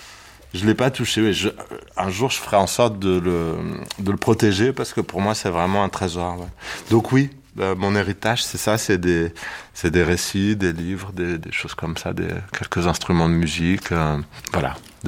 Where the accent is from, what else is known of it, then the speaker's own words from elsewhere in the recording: Ivry-sur-Seine, Île-de-France, France; quand j'étais donc lycéen aux ateliers théâtre d'Ivry-sur-Seine, là où j'ai grandi, on avait travaillé sur Outrage au public